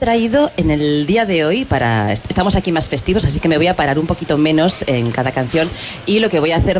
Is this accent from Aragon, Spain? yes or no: yes; Barbastro, Aragon, Spain; Que yo soy de Barbastro, claro. Entonces pues yo soy decente y de Barbastro.